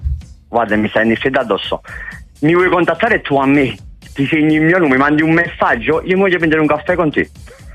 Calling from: Campania, Italy; io sono di Soccavo

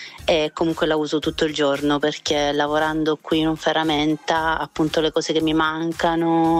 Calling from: Apulia, Italy; dalla provincia di Lecce.

